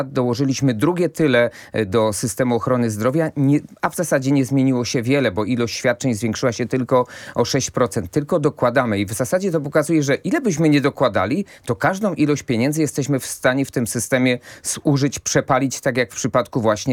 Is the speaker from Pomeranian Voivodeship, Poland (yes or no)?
no; Kraków, Lesser Poland, Poland; akurat z Krakowa, jestem z Krakowa